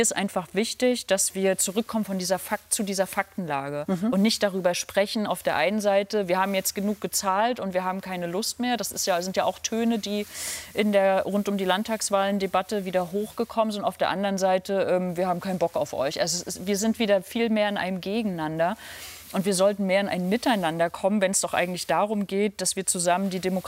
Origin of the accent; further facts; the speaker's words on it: Germany; Ich bin Ostdeutsche, genauso bin ich Norddeutsche.